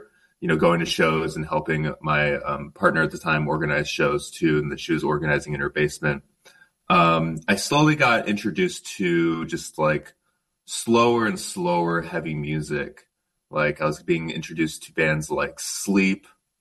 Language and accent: English; Wenatchee, Washington, United States; No, I grew up in Central Washington. So I grew up in Wenatchee, Washington, which is in the Columbia Basin. And it's a couple hours south of the Colville Reservation, where my family is from.